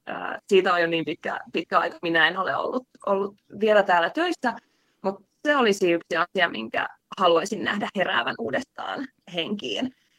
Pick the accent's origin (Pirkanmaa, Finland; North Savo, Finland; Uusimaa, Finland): North Savo, Finland; Lapinlahti